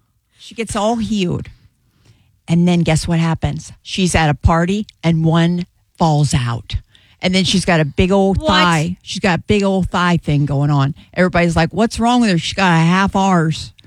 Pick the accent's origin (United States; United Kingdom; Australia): United States; Midwest; That was growing up in the Midwest